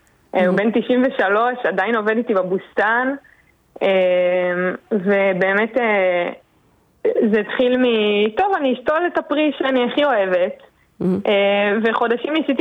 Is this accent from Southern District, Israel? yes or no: yes; Southern District, Israel; אנחנו גם מהדרום, אזור קריית גת